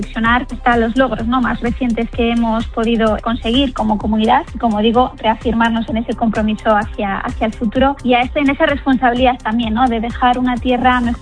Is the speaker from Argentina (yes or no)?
no; La Rioja, Spain; Es importante, ¿no?, que como riojanos celebremos nuestras raíces